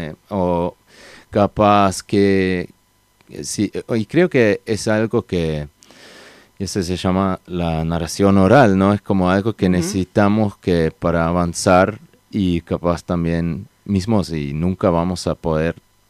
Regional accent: Switzerland; mismo yo que vengo de Suiza, y Suiza es un país, creo que se hizo, o sea, hoy en día es bastante escéptico, digamos.

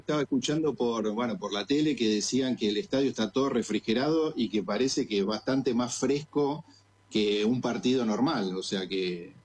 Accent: Buenos Aires, Argentina; estoy con mi papá y mi hermano, que ellos viven en Argentina. Somos de La Boca nosotros, así que somos del mismo color que vos, Mario.

